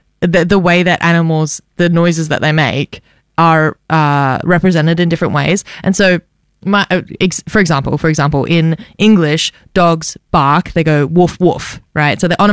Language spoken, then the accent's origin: English; Australia; Does it just sound like that because we're Australian?